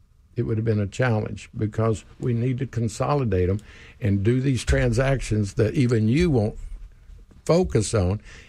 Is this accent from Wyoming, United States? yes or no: no; Houston, Texas, United States; So we were getting things done, but I grew up in Houston.